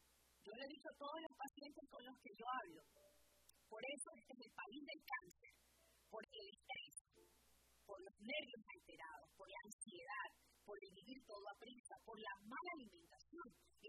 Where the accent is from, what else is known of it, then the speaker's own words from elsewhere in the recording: Ecuador; now in United States; Yo soy ecuatoriana, yo cuando voy a mi país y yo voy a comer algo, todo me sabe rico